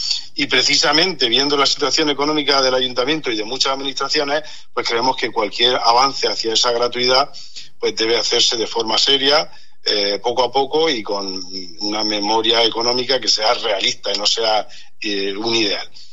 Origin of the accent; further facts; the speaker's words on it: Caravaca de la Cruz, Region of Murcia, Spain; somos Caravaca de la Cruz desde el 62